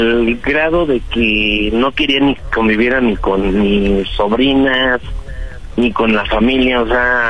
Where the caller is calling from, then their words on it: Mexico City, Mexico; 33, soy de la Ciudad de México.